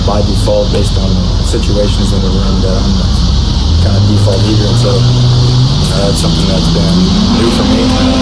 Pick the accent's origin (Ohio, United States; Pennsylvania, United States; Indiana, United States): Indiana, United States; I'm from Indiana, so.